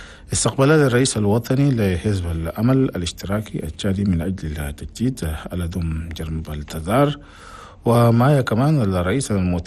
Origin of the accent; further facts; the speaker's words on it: Chad; حنا بلدنا تشاد